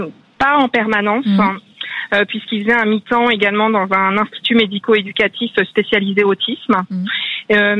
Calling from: Couëron, Pays de la Loire, France; Alors, je vous appelle de Couëron, à côté de Nantes, département de Loire-Atlantique.

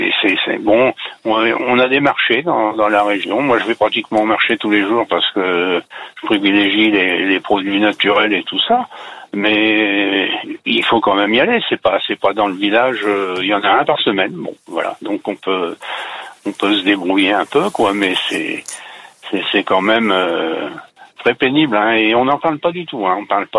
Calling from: Normandy, France; Une petite commune qui s'appelle Ménival, à côté du Tréport, en Seine-Maritime.

